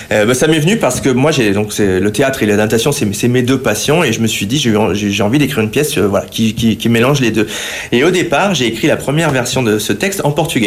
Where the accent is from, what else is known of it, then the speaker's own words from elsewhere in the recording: northern Italy, Italy; born there; moved away; Et non, je suis né en Italie, du Nord.